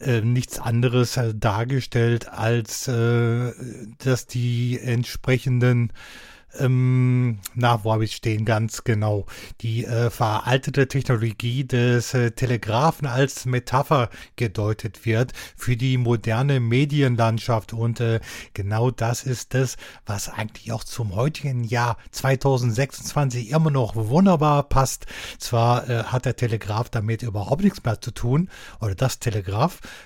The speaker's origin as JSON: {"language": "German", "region": "West Germany", "country": "Germany", "said": "Jedes Mal muss man halt eine Mark, eine D-Mark, ne, ich bin Wessi, einwerfen"}